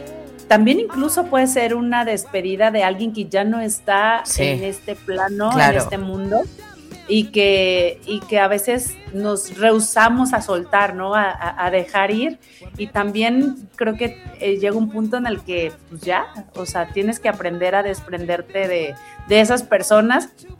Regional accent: Alvarado, Veracruz, Mexico; yo tengo muy marcados esos recuerdos, por ejemplo, de cuando era chavita y a los 18 años me fui a estudiar de Alvarado al puerto de Veracruz.

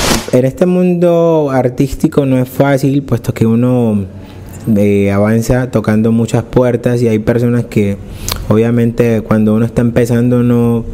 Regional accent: Chocó, Colombia; me preguntan que si soy de República Dominicana, que si soy de otros países, pero no sé por qué soy chocuano, netamente orgulloso de mi linda tierra.

